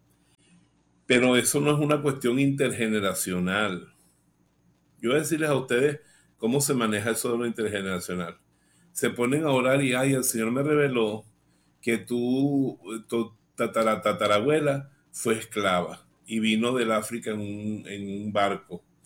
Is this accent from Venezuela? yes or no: yes; Venezuela; en Venezuela curucutear es un verbo que inventamos nosotros